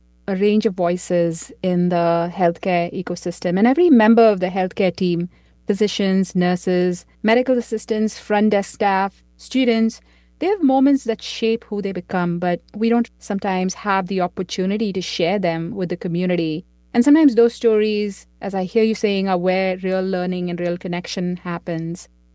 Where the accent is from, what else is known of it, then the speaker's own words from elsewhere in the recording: Davis, California, United States; Davis, California, my hometown